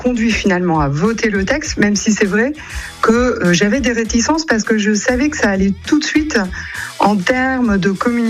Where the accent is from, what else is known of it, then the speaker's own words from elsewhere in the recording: France; certaines exportations qui sont des exportations produites dans des conditions moins bonnes que chez nous en France.